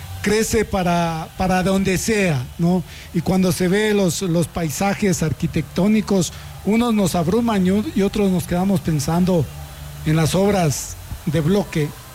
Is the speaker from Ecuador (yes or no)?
yes; Quito, Pichincha, Ecuador; born there; No, quiteño, por favor.